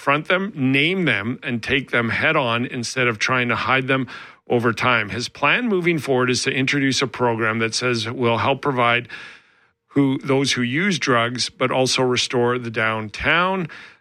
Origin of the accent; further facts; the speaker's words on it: Alberta, Canada; moved away as an adult; also born or lived in British Columbia; now in Manitoba, Canada; I was born in Southern Alberta, raised. I worked in Northern Alberta right out of college. I then moved to BC